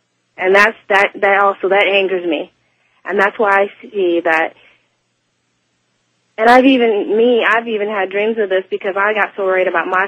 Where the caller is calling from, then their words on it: Wichita, Kansas, United States; I'm calling from Wichita, Kansas.